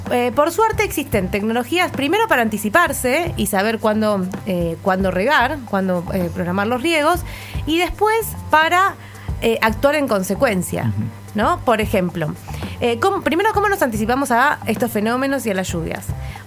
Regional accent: Argentina; A nosotros como Argentina

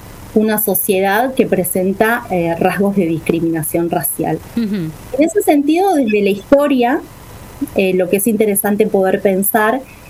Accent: Argentina

